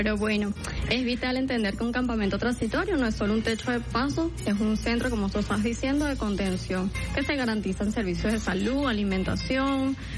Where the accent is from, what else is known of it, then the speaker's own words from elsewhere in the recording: Venezuela; estar juntos como venezolanos, como familia, como comunidad.